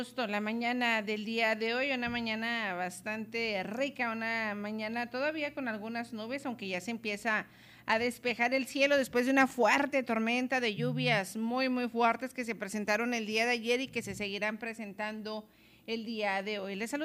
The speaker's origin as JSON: {"language": "Spanish", "town": "Hidalgo del Parral", "region": "Chihuahua", "country": "Mexico", "said": "México, soy mexicano y qué ching que soy de Parral."}